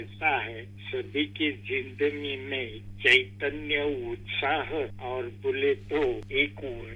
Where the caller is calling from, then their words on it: Chhatrapati Sambhajinagar, Maharashtra, India; मैं आपका शुभ चिंतक … छत्रपति संभाजी नगर से वार्तालाप कर रहा हूँ